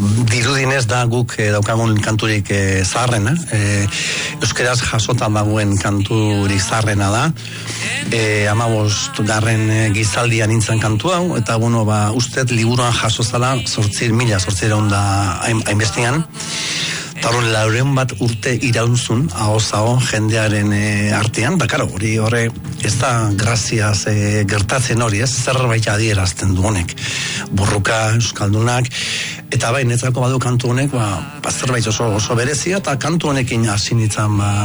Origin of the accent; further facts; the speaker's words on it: Lasarte-Oria, Basque Country, Spain; born there; also born or lived in Ondarroa, Biscay; now in Larraul, Spain; sortu nintzen Bizkaian Ondarrun, bai, baina gali ez detinu esate, baina Gipuzkura torren nintzen Lasartera, ni 8 urte nitxula, orduan ere gaztaro gehien txuna, beti lotzen dut Lasarterekin